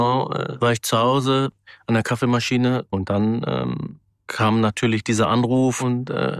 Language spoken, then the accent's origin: German; Bünde, North Rhine-Westphalia, Germany; bin gebürtig aus Bünde-Westfalen, das ist Nähe Herford. Bin in einer Siedlung aufgewachsen, ja, Armut, ne?